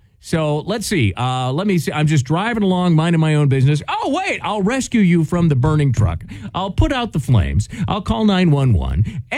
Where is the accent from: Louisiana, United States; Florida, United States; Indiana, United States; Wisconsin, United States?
Wisconsin, United States; moved away; my home state of Wisconsin